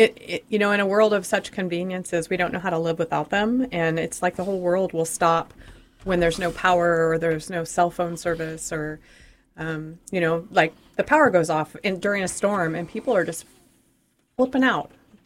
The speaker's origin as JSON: {"language": "English", "area": "Humboldt", "region": "California", "country": "United States", "tie": "born or raised there", "said": "when I was growing up in Humboldt as a girl, little girl"}